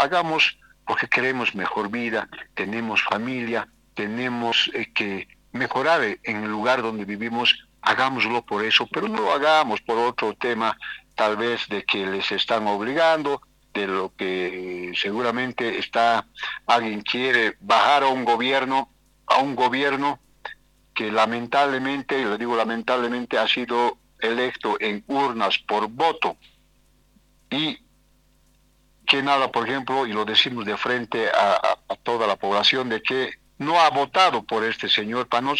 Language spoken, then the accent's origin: Spanish; Potosí, Bolivia